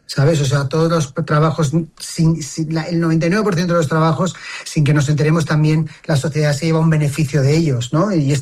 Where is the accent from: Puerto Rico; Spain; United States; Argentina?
Spain; Barcelona, Catalonia; Barcelona es un imperdible 100%, porque además yo soy barcelonés, claro.